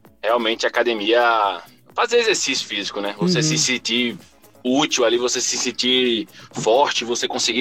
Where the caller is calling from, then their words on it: Barreiras, Bahia, Brazil; sou daqui de Barreiras, Bahia.